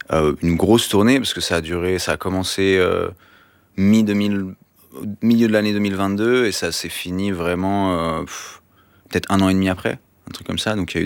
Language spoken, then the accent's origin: French; Vouvray, Centre-Val de Loire, France; moved away; also born or lived in Paris; J'ai grandi à Tours, dans un village qui s'appelle Vouvray